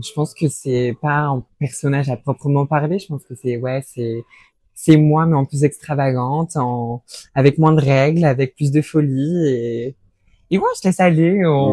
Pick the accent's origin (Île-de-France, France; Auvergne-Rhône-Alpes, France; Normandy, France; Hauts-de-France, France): Normandy, France; moved away as an adult; Je suis originaire de Normandie, mais à 18 ans, j'ai voulu déménager à Paris